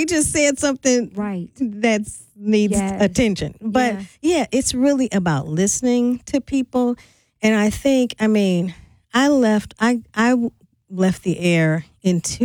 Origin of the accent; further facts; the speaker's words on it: St. Louis, Missouri, United States; I grew up in St. Louis